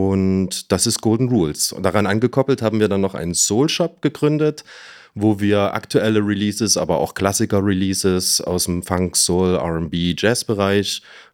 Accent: Leipzig, Saxony, Germany; wir kommen aus Leipzig

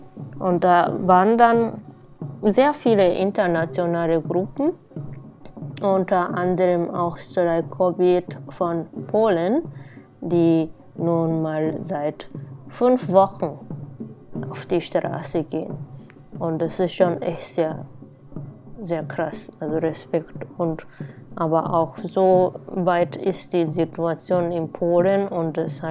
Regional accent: Japan; moved away; ich bin Japanerin

